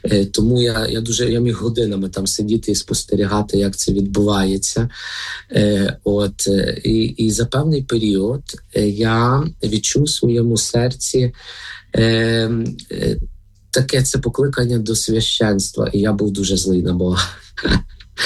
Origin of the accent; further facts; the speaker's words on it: Lviv Oblast, Ukraine; moved away; Родом я сам з Львівської